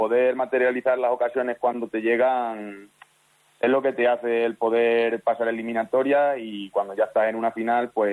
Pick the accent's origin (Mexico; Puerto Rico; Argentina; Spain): Spain; Extremadura; toda mi carrera deportiva está siendo aquí, en mi pueblo, en mi equipo